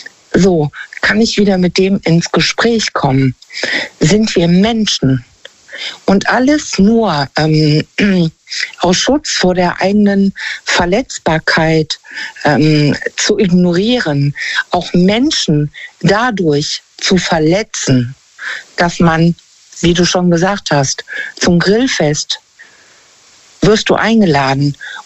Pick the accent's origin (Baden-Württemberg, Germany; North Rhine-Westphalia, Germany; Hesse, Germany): North Rhine-Westphalia, Germany; Bonn; Aus der Nähe von Bonn.